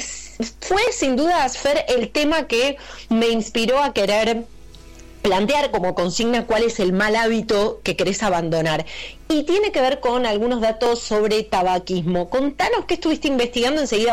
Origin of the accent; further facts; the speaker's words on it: Argentina; somos argentinos